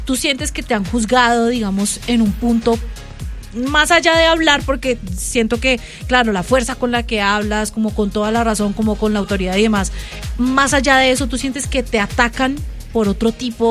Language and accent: Spanish; Colombia; somos colombianas